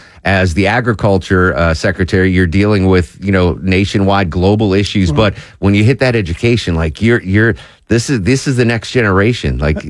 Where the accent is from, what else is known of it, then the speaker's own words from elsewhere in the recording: Connecticut, United States; moved away; growing up in Connecticut